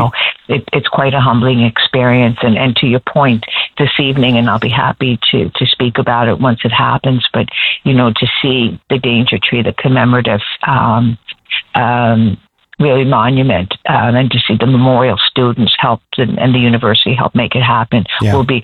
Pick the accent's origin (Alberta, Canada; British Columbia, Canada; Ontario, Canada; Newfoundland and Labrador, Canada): Newfoundland and Labrador, Canada; as a Newfoundlander and Labradorian